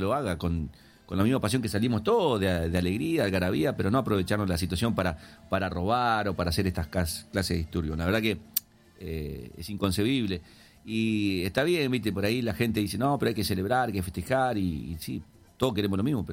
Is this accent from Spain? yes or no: no; Argentina; las cosas son las que no nos tenemos que permitir como argentinos, ¿no?